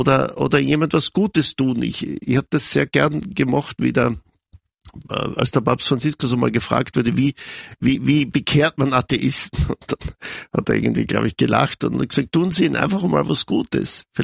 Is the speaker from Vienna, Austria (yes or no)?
no; Styria, Austria; Ich komme selber aus der Südoststeiermark von einem kleinen Bauernhof.